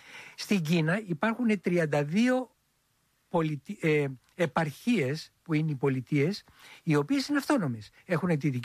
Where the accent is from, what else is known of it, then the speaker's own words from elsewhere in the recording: Filothei, Attica, Greece; Εγώ γεννήθηκα στη Φιλοθέη.